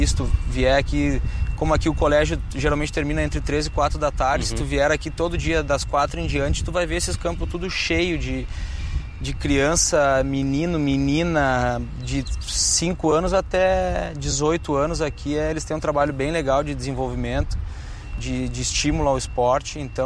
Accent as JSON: {"language": "Portuguese", "region": "Rio Grande do Sul", "country": "Brazil", "said": "até porque eu sou de lá, né? Eu sou gaúcho, sim. Então as minhas raízes, a minha família tá toda lá"}